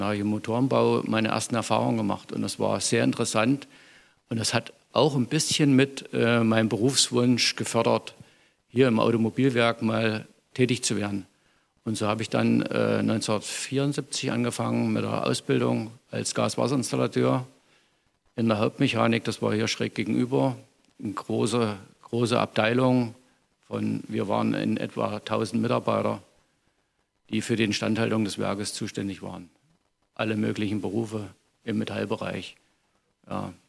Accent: Eisenach, Thuringia, Germany; gebürtiger Eisenacher. Bin in die 11. POS gegangen hier in Eisenach.

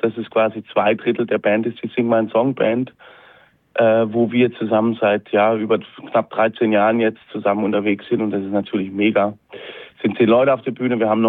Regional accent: West Germany, Germany; ich überhaupt als Wessi

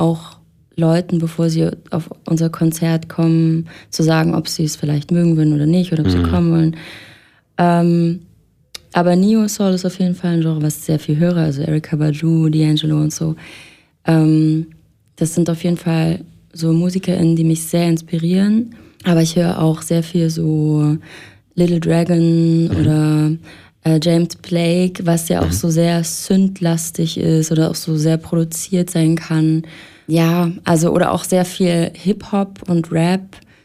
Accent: Erfurt, Thuringia, Germany; now in Leipzig, Germany; Also ganz ursprünglich komme ich aus Erfurt, aber ich wohne jetzt in Leipzig.

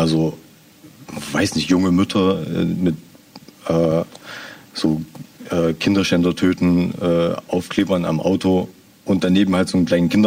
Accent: Zwickau, Saxony, Germany; moved away; ich komme aus Zwickau und Zwickau ist halt eine Stadt, wo sehr, sehr viele Menschen weggezogen sind.

